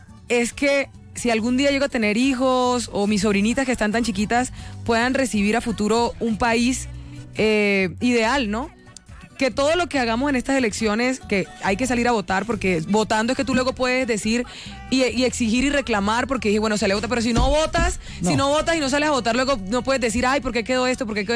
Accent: Colombia

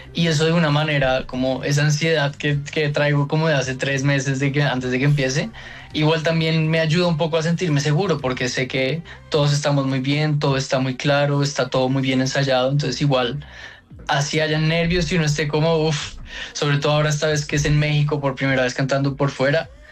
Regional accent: Bogotá, Colombia; me crié aquí en Bogotá

